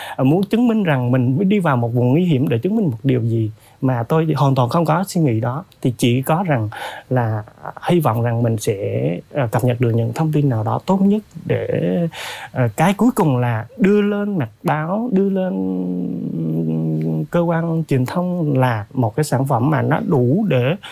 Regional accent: Hòa Thịnh, Đắk Lắk, Vietnam; như nhiều bà con ở vùng lũ Hòa Thịnh phía Đông Đắk Lắk quê tôi vẫn hay nói

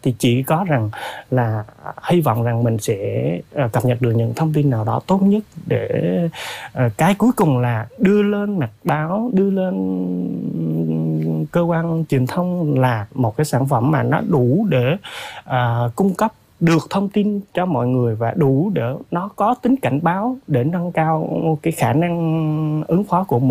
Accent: Hòa Thịnh, Đắk Lắk, Vietnam; như nhiều bà con ở vùng lũ Hòa Thịnh phía Đông Đắk Lắk quê tôi vẫn hay nói

